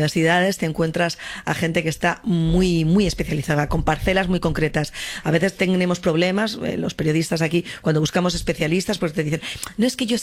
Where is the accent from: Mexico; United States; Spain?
Spain; sonreído cuando he dicho que era española. Nunca jamás me han puesto mala cara. Enseguida te preguntan que de dónde eres, que si tu ciudad tiene mar.